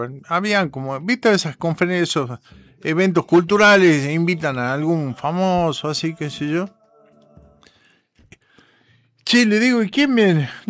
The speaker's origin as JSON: {"language": "Spanish", "region": "Jujuy", "country": "Argentina", "said": "nosotros somos muy jujeños crónicos, somos muy fanáticos de nuestro Jujuy"}